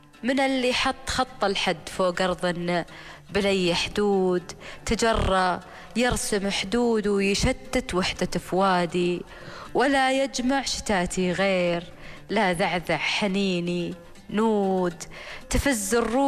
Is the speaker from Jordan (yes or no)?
yes; Jordan; now in United Arab Emirates; لاني انا شاعره اردنيه مغتربه عايشه في الامارات ومنذ نعومه اظافري ففي عندي حنين غير مبرر للبلدين.